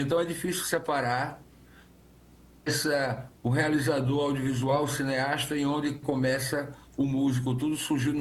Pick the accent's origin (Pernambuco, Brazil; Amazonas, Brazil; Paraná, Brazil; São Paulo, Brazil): Pernambuco, Brazil; Serra Talhada; eu venho de Serra Talhada